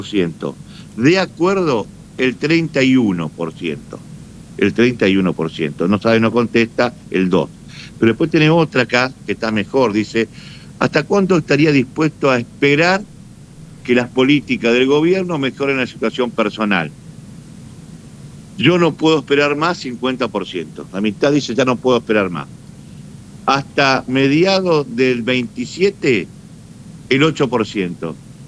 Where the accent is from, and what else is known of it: Argentina